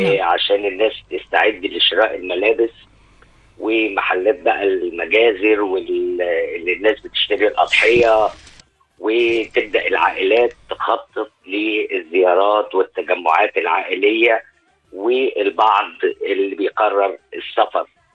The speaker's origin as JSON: {"language": "Arabic", "country": "Egypt", "said": "فليلة العيد عندنا في مصر تقريبا مدن مصر لا تنام،"}